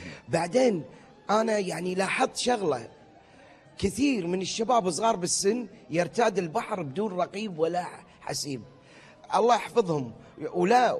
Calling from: Kuwait

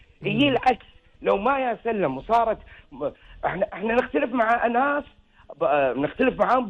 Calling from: Kuwait

